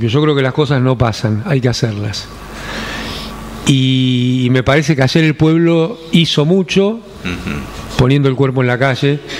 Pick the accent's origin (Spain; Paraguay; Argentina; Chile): Argentina; somos argentinos